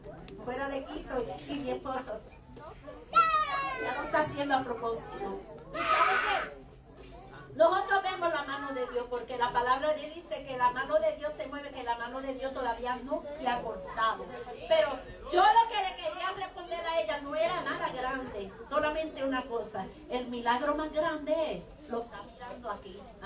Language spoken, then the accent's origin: Spanish; Puerto Rico; soy boricua, perdóneme por las palabras. Todo inclenco, yo tengo 65 años.